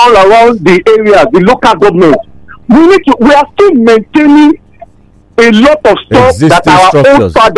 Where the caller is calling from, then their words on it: Lagos, Nigeria; from Ojota.